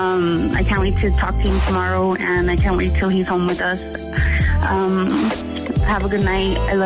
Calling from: Albuquerque, New Mexico, United States; Albuquerque, New Mexico.

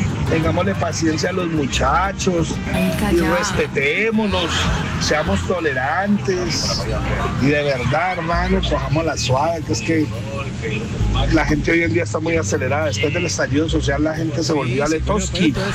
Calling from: Cali, Valle del Cauca, Colombia

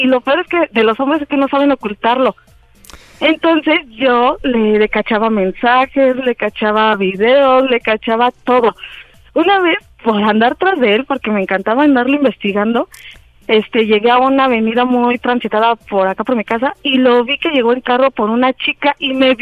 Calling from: Mexico City, Mexico; Tengo 35, soy de CDMX.

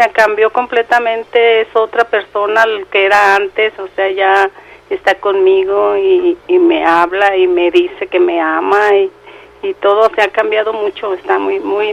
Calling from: Zapopan, Jalisco, Mexico; De Zapopan.

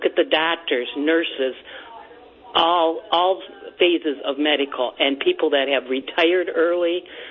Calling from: Michigan, United States; I'm from Michigan

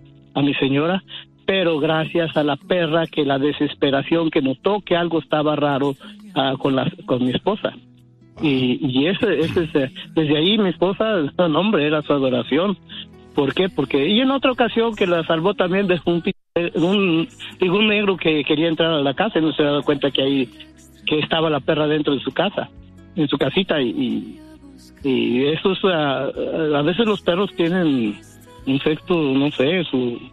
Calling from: Stanton, California, United States

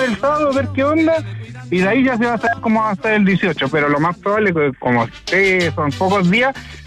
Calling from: San Bernardo, Santiago Metropolitan Region, Chile; yo la verdad es que vivo en San Bernardo

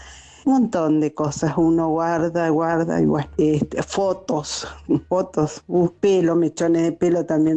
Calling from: Buenos Aires, Argentina; soy de Almagro.

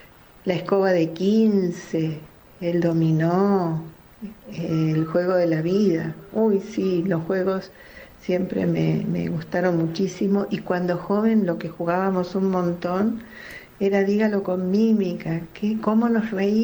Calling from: Villa Devoto, Buenos Aires, Argentina; Bueno, les dejo un cariño muy grande, jardineros lindos. … de Devoto.

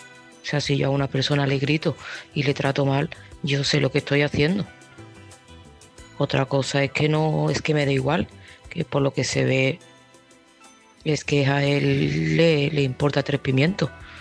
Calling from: Seville, Andalusia, Spain; de Sevilla

